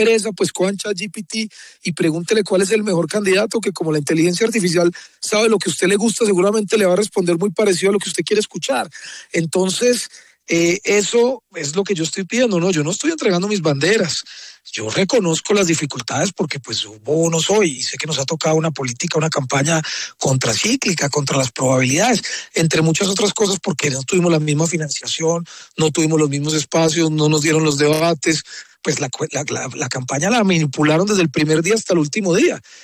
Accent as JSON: {"language": "Spanish", "town": "Riosucio", "region": "Caldas", "country": "Colombia", "tie": "born or raised there", "said": "nosotros somos de región. Entonces allá vamos a estar en Manizales, estaré en mi pueblo Río Sucio el sábado y el domingo estaré votando en Manizales"}